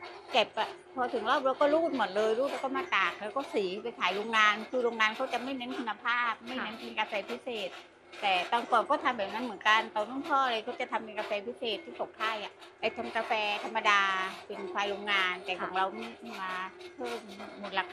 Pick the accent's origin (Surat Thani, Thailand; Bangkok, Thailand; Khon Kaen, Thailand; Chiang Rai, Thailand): Surat Thani, Thailand; เป็นคนสุราษฎร